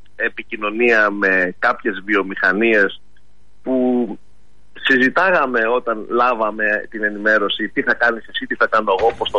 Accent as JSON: {"language": "Greek", "country": "Greece", "said": "Εμείς εδώ στην Ελλάδα"}